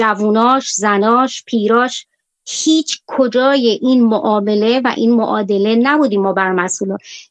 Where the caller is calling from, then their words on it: Iran; نه من به عنوان یه ایرانی اصلا روانشناس نیستم.